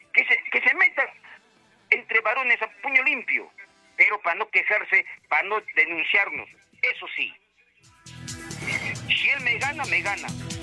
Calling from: Ayacucho, Peru; Soy de Huamanga, Ayacucho.

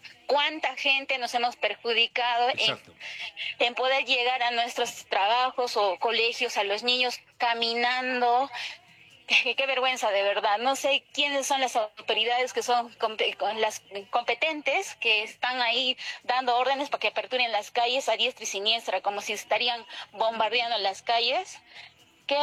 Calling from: Cusco, Peru; Soy una ciudadana cusqueña

